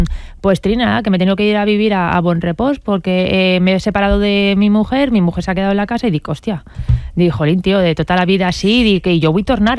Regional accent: Meliana, Valencian Community, Spain; jo m'he criat en Meliana

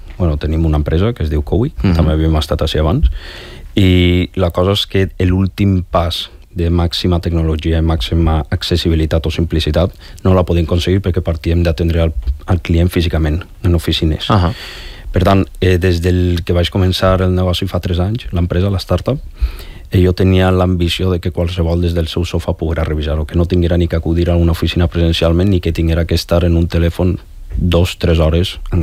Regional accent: L'Olleria, Valencian Community, Spain

